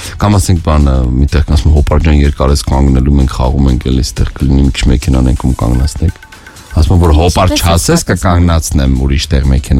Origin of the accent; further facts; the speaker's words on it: Baku, Azerbaijan; ես 24 ժամ Բաքում եմ եղել, ես մեծացել եմ Բաքում, ես քնել եմ Բաքում, այսպես ասած, ու շատ շնորհակալ եմ իմ Բաքին